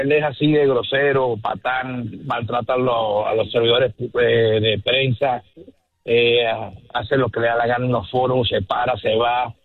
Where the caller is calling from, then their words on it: Utah, United States; Te llamo desde Utah.